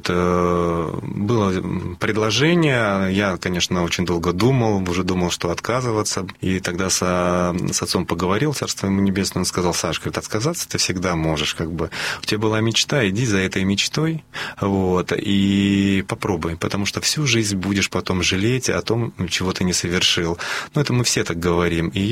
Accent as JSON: {"language": "Russian", "town": "Sovetsk", "region": "Kaliningrad Oblast", "country": "Russia", "said": "Нет, я и сам из Калининграда."}